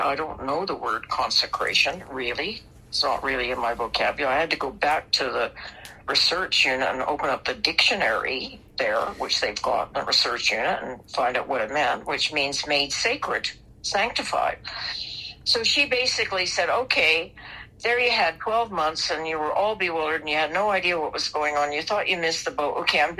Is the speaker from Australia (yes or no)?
yes; Australia; moved away; as an Australian coming here